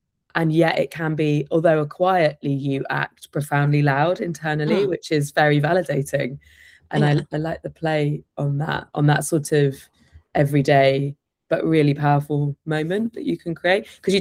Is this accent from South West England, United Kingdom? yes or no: yes; Plymouth, South West England, United Kingdom; And I grew up in Plymouth by the seaside in a very homophobic town that was not like diverse, quote unquote diverse, in any way